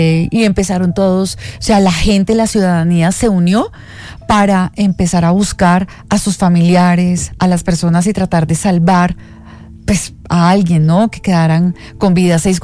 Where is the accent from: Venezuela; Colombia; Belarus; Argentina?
Colombia